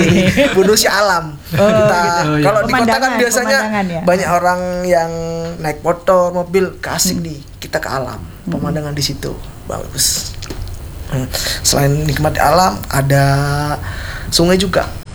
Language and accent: Indonesian; Jember, East Java, Indonesia; Alhamdulillah saya asli Jember.